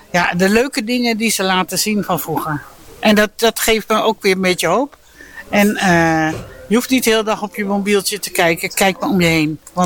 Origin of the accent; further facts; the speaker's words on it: Maarssen, Utrecht, Netherlands